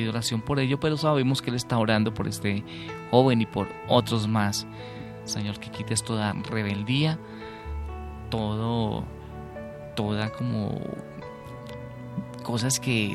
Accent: Colombia

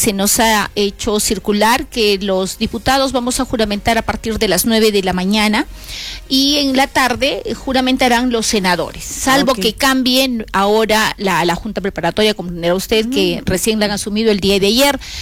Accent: Arequipa, Peru; hasta un día antes estaremos acá en mi tierra querida

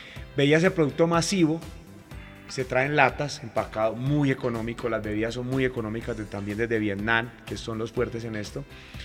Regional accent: Colombia; los colombianos

